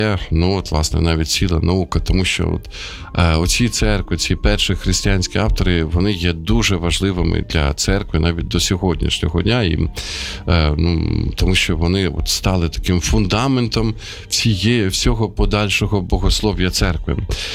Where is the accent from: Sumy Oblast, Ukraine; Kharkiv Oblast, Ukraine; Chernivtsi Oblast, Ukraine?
Sumy Oblast, Ukraine; Sumy; із моїх рідних Сум